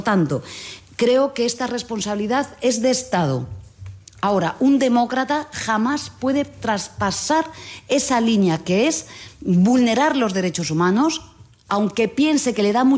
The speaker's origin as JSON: {"language": "Spanish", "region": "Galicia", "country": "Spain", "said": "Y yo soy gallega, el ministro de Hacienda es valenciano, el ministro Ángel Víctor, canario, la ministra portavoz es navarra, sabemos de qué hablamos."}